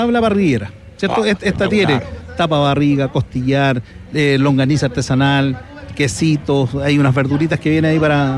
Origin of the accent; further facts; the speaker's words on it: Peñaflor, Santiago Metropolitan Region, Chile; Nosotros somos oriundos de Peñaflor. Ahora estamos con el restaurante en Talagante.